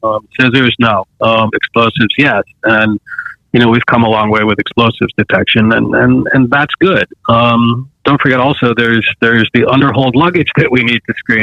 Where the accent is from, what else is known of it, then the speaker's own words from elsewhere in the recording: Boston, Massachusetts, United States; here at my hometown airport, Boston Logan, where two of the four hijacked planes departed from, there's a beautiful 9/11 memorial.